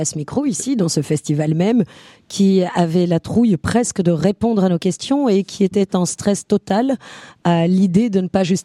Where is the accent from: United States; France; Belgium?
Belgium; je suis belge